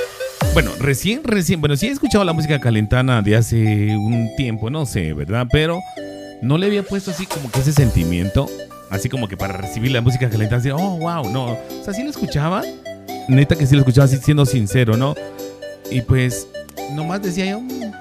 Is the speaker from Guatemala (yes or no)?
yes; Guatemala